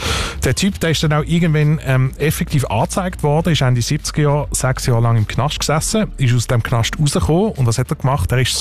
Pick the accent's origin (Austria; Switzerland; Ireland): Switzerland; denkst dann, so etwas könnte also bei uns in der Schweiz nie möglich sein.